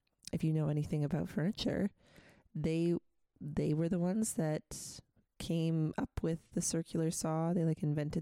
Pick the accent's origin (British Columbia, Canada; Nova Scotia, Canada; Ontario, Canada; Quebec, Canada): British Columbia, Canada; Prince George; when I was growing up in Prince George.